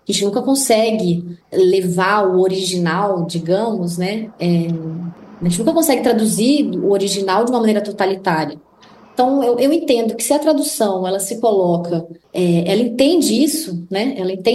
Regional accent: Brazil

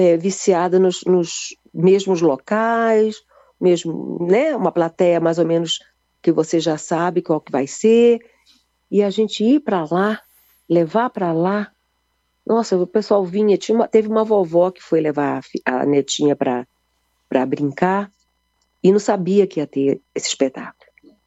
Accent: Minas Gerais, Brazil; Sou mineira, tá? Vou te dizer que eu sou mineira também.

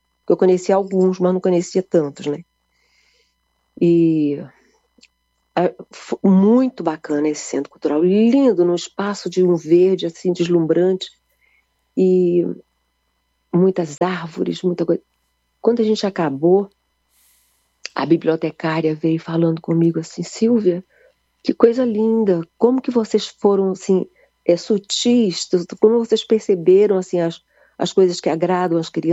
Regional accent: Minas Gerais, Brazil; Sou mineira, tá? Vou te dizer que eu sou mineira também.

